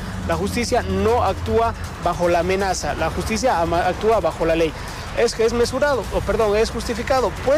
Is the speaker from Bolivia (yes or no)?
yes; Bolivia; y más me duele como boliviano.